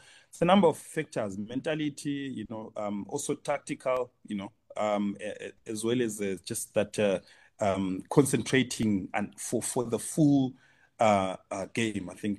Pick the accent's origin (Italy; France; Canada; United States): France; Because I mean, I grew up in France. I'm now playing for Morocco.